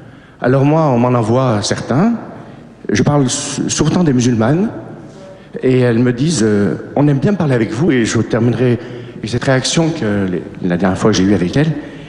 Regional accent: Clermont-Ferrand, Auvergne-Rhône-Alpes, France

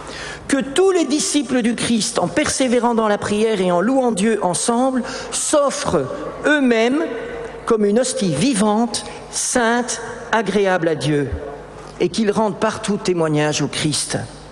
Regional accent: Belgium; Et Marie, on a oublié de vous dire que je suis belge. Alors, en Belgique, on dit, il y a une parole sur les meuniers.

